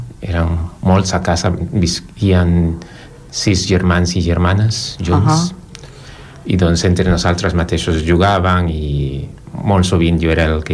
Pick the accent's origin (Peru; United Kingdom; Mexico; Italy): Peru; Lima; also born or lived in Callao; Bueno, en realitat vaig néixer al Callao. Però va ser una qüestió de logística, però vaig viure tot el temps a Lima, que està pegat, és com Barcelona i Badalona.